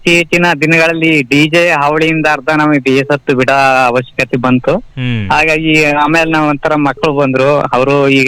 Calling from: Nyamathi, Karnataka, India

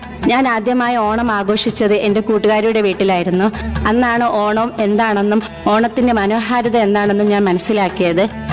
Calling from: Kattakada, Kerala, India; ഞാൻ കാട്ടാക്കടയിൽ നിന്നാണ് വരുന്നത്.

